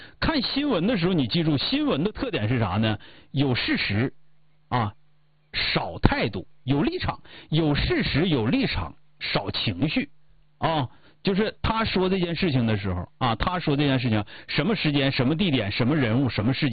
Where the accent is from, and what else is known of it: China